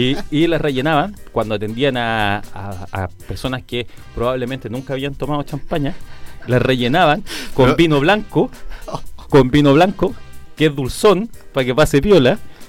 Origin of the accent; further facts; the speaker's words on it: Batuco, Santiago Metropolitan Region, Chile; yo que soy de Batuco puedo ser batucano, batuquinés.